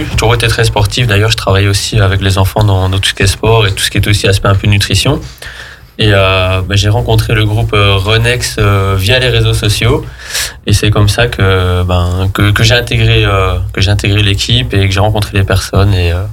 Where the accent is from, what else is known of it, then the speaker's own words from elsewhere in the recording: Belgium; moved away as an adult; also born or lived in Savoie; now in Aix, France; 38 ans, moi je viens de Belgique, une fois, on va le faire. En fait ça fait 5 ans que j'habite, 3 ans que j'habite sur Aix, 5 ans en Savoie